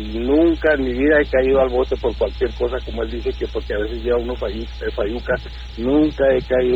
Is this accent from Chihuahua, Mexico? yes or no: yes; Valle de Juárez, Chihuahua, Mexico; born there; Yo soy nacido en el Valle de Juárez 100%.